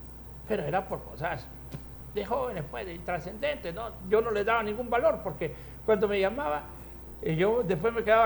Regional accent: Comayagüela, Francisco Morazán, Honduras; born there; los que nacimos en Comayagüela.

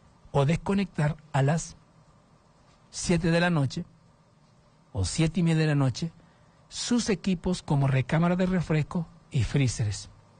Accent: Honduras; es necesario que nosotros hagamos esta situación como hondureños, como personas que tengamos conciencia

